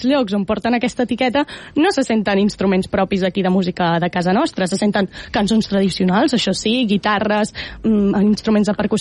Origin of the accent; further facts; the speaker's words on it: L'Hospitalet de Llobregat, Catalonia, Spain; now in El Prat de Llobregat, Spain; i jo també he crescut a l'Hospitalet, però ara visc al Prat.